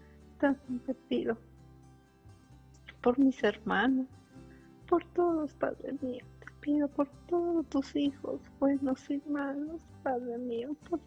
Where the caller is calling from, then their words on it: Mexico City, Mexico; de la Ciudad de México.